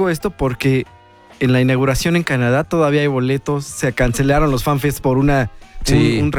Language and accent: Spanish; Mexico; Somos mexicanos y se nos da el despapalle.